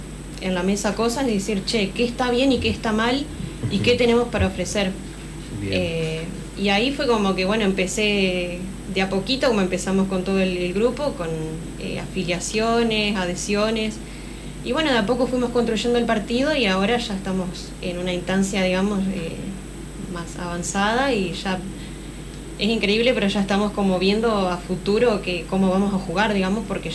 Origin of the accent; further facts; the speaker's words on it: General Ramírez, Entre Ríos, Argentina; Yo de Ramírez, sí.